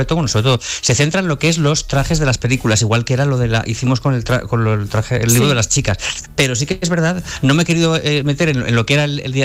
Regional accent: Burgos, Castile and León, Spain; yo soy de Burgos, yo nací en Burgos

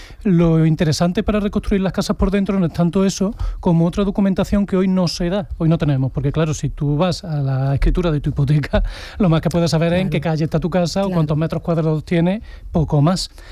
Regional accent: Córdoba, Andalusia, Spain; soy cordobesa

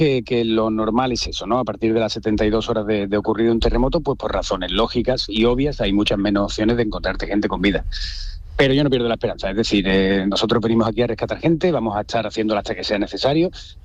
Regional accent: Dos Hermanas, Andalusia, Spain; Yo soy de Dos Hermanas.

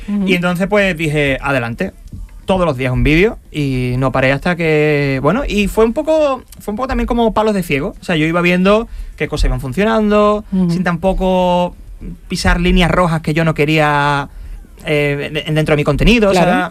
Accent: Andalusia, Spain; soy muy andalucista, y verdad que lo soy, muy andaluz y andalucista

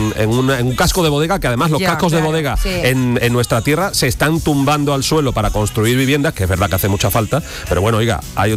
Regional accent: Jerez de la Frontera, Andalusia, Spain; la patrona de mi ciudad, de mi pueblo, de Jerez.

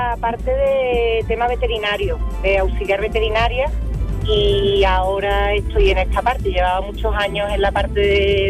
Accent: Villamartín, Andalusia, Spain

